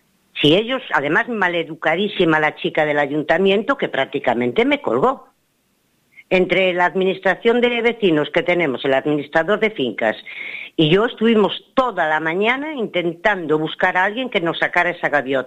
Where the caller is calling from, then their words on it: Pontevedra, Galicia, Spain; De aquí, de Pontevedra.